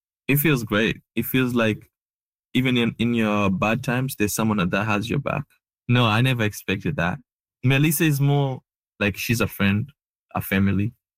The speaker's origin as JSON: {"language": "English", "country": "Kenya", "moved": "yes", "lives_now": "Canada", "said": "I'm from Kenya. I came to Canada in 2023, December, and it was so cold for us, super cold."}